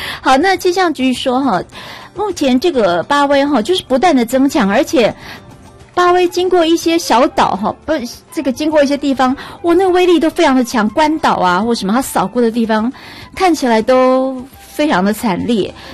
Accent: Taiwan

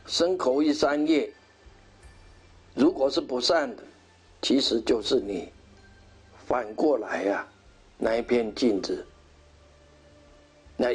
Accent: Taiwan

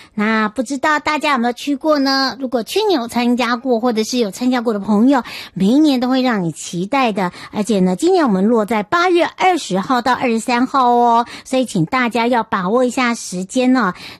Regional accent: Taiwan; 要回到我的故乡，也就是我们的花东纵谷了。

